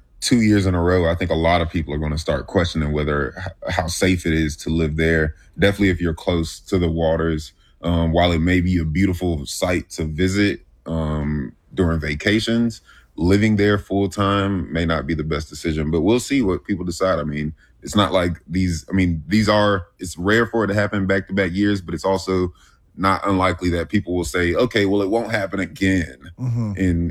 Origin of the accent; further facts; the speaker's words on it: Florida, United States; now in Texas, United States; I'm from Florida